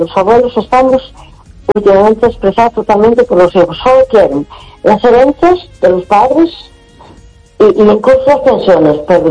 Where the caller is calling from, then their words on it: A Coruña, Galicia, Spain; de Coruña.